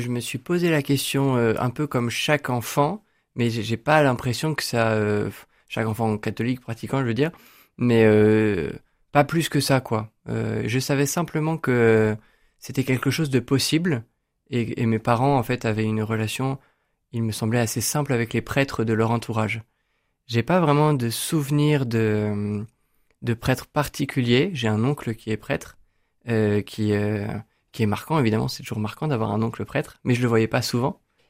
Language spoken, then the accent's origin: French; Rennes, Brittany, France; j'ai 29 ans. Et j'ai grandi à Rennes, j'ai passé tout mon collège lycée à Rennes